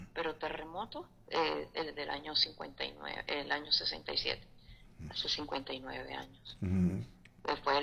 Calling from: Aragua, Venezuela; Y en mi ciudad, que es el municipio Girardot

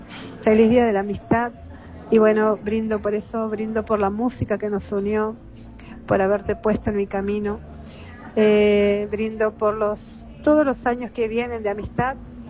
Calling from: Icaño, Santiago del Estero, Argentina; Aprovecho a mandarles un saludito a todo mi pueblo de Icaño

